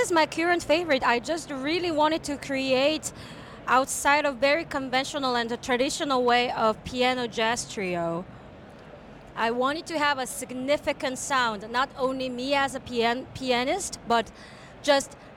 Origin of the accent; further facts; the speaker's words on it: South Korea; English is a second language; also born or lived in United States; now in Netherlands; I'm originally from South Korea. And I lived in a various country. Before I came to the Netherlands, I was in US for a while.